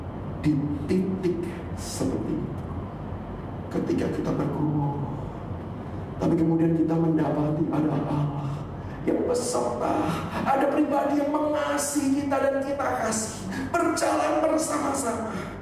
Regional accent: Surabaya, East Java, Indonesia; Seringkali kalau di Surabaya, saya dari Surabaya, yang ada dari Surabaya, salam hangat sesama arek Surabaya. Jangan lupakan kota tercinta, kota pahlawan ya.

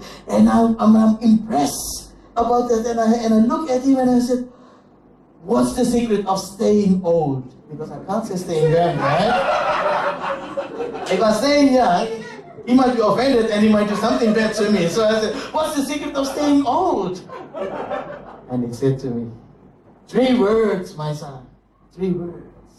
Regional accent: Sydney, New South Wales, Australia; moved away; I was originally from Sydney. I did my study, theological studies in Sydney.

